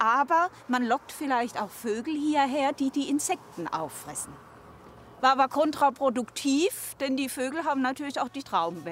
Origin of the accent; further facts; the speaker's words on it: Rhineland-Palatinate, Germany; Bei uns in der Pfalz sagt man, wenn die Wurst zu dick ist wie's Brot, dann ist Wurst wie dicks Brot ist.